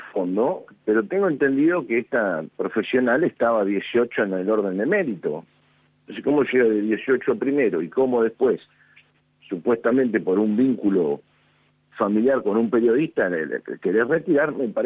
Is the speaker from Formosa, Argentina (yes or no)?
yes; Formosa, Argentina; yo vengo de Formosa